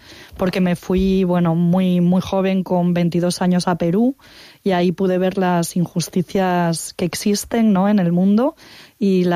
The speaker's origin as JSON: {"language": "Spanish", "town": "A Coruña", "region": "Galicia", "country": "Spain", "moved": "as an adult", "said": "soy una coruñesa enamorada de mi ciudad, siempre vuelvo"}